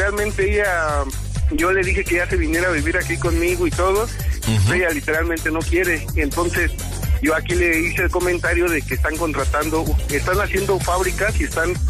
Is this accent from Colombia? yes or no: no; Ecatepec, State of Mexico, Mexico; born there; now in Mazamitla, Mexico; soy nacido ahí en el... ¿cómo se llama? En el Ecatepunk.